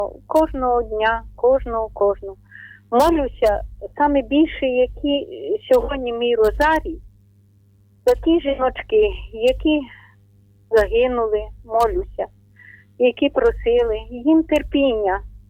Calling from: Ternopil Oblast, Ukraine; Тернопільщина … За все дякую Богу! За все! І славлю Його разом з українським народом!

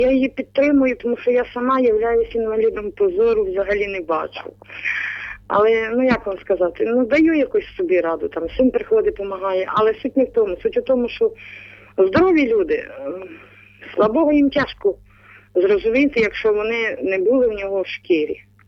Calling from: Bila Tserkva district, Kyiv Oblast, Ukraine; я сама з Київщини, з Білоцерківського району.

